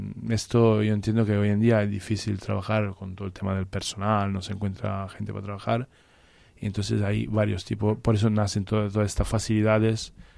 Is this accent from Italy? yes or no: yes; Piedmont, Italy; Spanish is a second language; Y, por ejemplo, de donde vengo yo, del Piemonte, se hace mucho, hay mucha carne, bueno, brasada, cocinada lentamente, estofados.